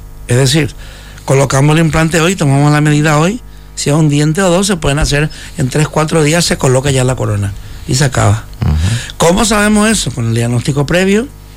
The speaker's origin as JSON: {"language": "Spanish", "country": "Paraguay", "also_born_or_lived": "Brazil / Spain", "moved": "as an adult", "said": "Yo soy paraguayo, soy paraguayitina, y me fui a Brasil primero, después me fui a España"}